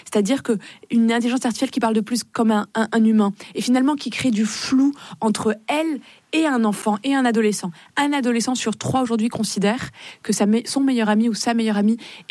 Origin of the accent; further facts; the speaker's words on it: Morocco; now in France; moi, j'ai grandi au Maroc, dans un pays multiculturel, où musulmans, juifs, chrétiens, pour le coup, vivent ensemble, vivent profondément ensemble.